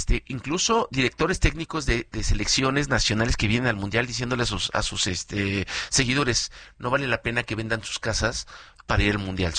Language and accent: Spanish; Mexico; el orgullo que es muy positivo de ser sede como mexicanos